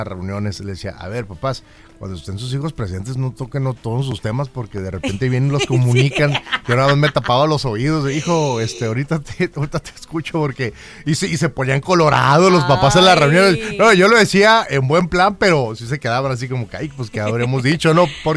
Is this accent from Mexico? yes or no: yes; Tijuana, Baja California, Mexico; soy tijuanense, soy profesor de primaria, mis papás son maestros jubilados también